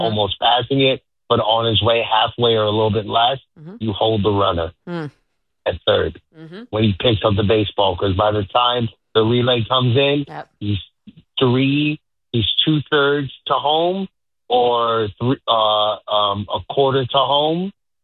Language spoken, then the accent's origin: English; Queens, New York, United States; I was in four boroughs today and one day because I'm from Jamaica, Queens.